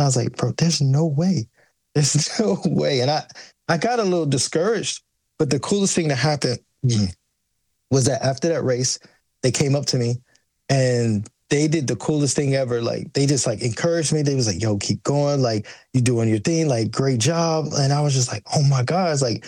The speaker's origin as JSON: {"language": "English", "country": "United States", "tie": "born there", "said": "I'm an American kid."}